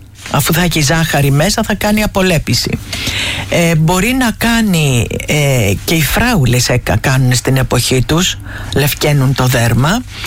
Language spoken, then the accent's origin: Greek; Kymi, Central Greece, Greece; Αχ, πατριώτησά μου είναι. Από πού είναι, από την Νότια, είμαι από την Κύμη.